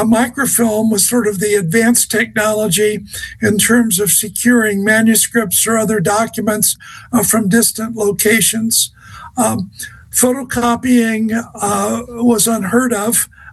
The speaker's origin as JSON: {"language": "English", "town": "Coos Bay", "region": "Oregon", "country": "United States", "tie": "born there", "said": "I'm an Oregonian by birth. My Swedish grandfather arrived in Astoria by way of South Africa and Australia in 1885. I was born at Coos Bay, Oregon"}